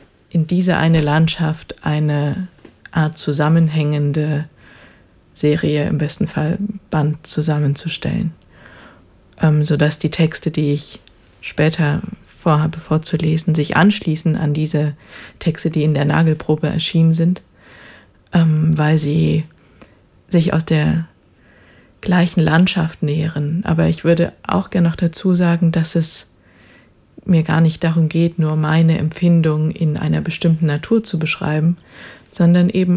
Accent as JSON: {"language": "German", "town": "Chemnitz", "region": "Saxony", "country": "Germany", "tie": "born or raised there", "said": "Und ich bin in Chemnitz aufgewachsen, habe aber sehr viel Zeit in diesen Wäldern verbracht. Ja, in dieser gesamten Gegend zwischen Elbsandsteingebirge und Vogtland."}